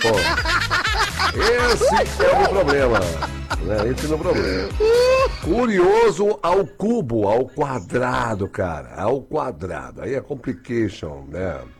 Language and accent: Portuguese; Salvador, Bahia, Brazil; sou aqui de Salvador, Bahia.